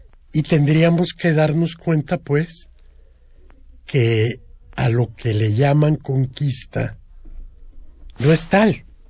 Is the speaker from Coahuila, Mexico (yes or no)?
yes; Saltillo, Coahuila, Mexico; born there; Yo nací en Saltillo, Coahuila, muy lejos de sentirme cercano a los mexicas.